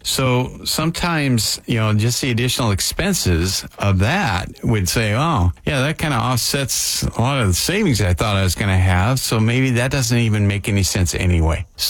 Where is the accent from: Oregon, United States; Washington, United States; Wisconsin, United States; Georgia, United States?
Washington, United States; I'm from Washington.